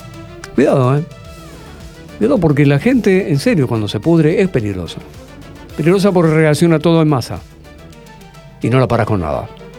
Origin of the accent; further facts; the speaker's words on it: Argentina; lo estoy diciendo como argentino